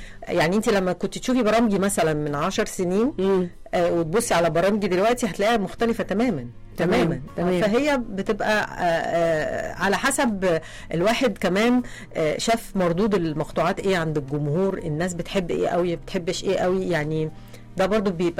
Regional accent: Sharqia Governorate, Egypt; مشروع يعني انا من الشرقية

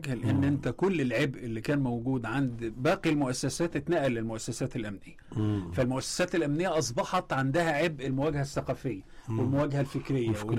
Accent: Egypt

